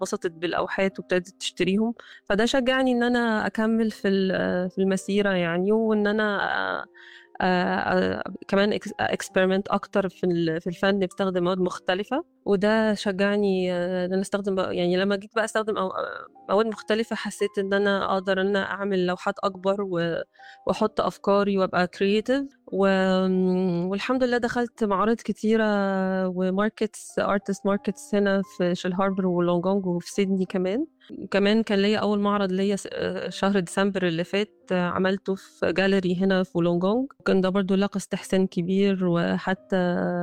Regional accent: Egypt; now in Australia; بيعرفوا أن أنا مصرية

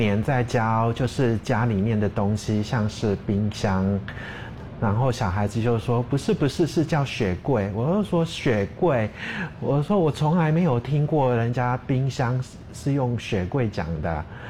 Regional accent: Tasmania, Australia; 我是从塔斯马尼亚来的，我在塔州有自己种菜，在这里热带气候种菜其实蛮困难

